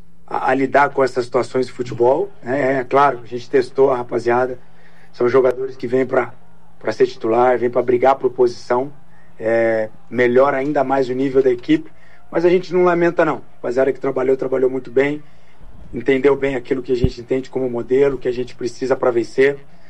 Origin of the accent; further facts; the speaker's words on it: Campinas, São Paulo, Brazil; a gente foi criado junto lá em Campinas